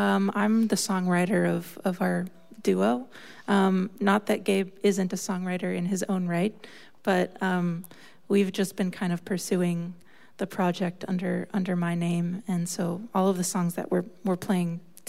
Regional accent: Tucson, Arizona, United States; Yep, we're both from Tucson, Arizona.

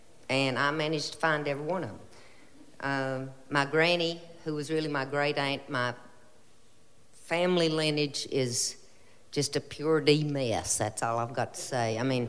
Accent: Greeneville, Tennessee, United States; born there; moved away; also born or lived in Western North Carolina; I was born in Greenville, Tennessee at the Tacoma Medical Center

